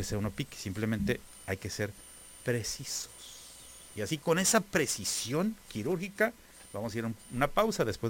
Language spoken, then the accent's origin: Spanish; Tijuana, Baja California, Mexico; born there; Los que nacimos aquí en Tijuana